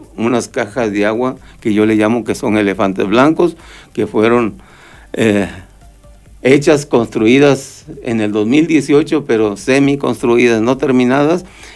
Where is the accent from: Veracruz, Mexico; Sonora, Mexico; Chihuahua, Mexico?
Veracruz, Mexico; Amatitlán; No es nada más Amatitlán, ¿eh? Pero yo me tengo que especificar en mi comunidad, en mi pueblo.